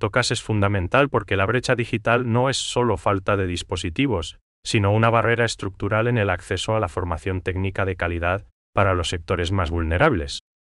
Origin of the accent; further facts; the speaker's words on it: Paraguay; es como nosotros, como sociedad paraguaya, decidimos usar esa tecnología para potenciar el trabajo humano